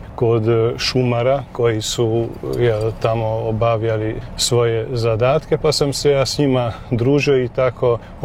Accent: Hercegszántó, Bács-Kiskun, Hungary; first language Croatian; moved away; Rođen sam u Santovu, u obiteljskoj kući gdje je moja mama sa 87 godina još uvijek živi u toj obiteljskoj kući.

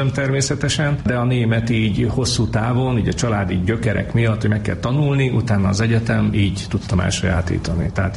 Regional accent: Keszthely, Zala, Hungary; Ez egy köztisztviselő család. Dunántúliak vagyunk Keszteig

